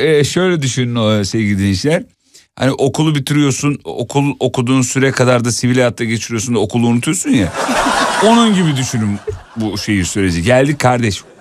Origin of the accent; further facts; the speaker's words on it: Sakarya, Turkey; Sakarya'da büyüdük yani, gider gelirdik.